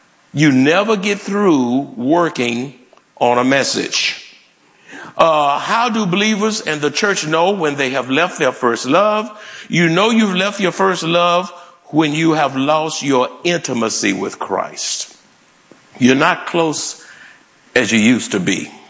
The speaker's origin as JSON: {"language": "English", "town": "Houston", "region": "Texas", "country": "United States", "said": "And I said, \"Well, I'm from Houston originally.\""}